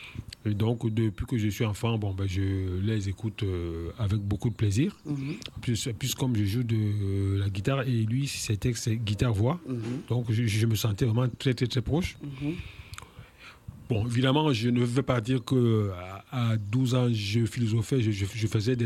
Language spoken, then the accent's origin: French; Cameroon; also born or lived in Paris; je suis le 14e, mais rassurez-vous, j'ai grandi au Cameroun.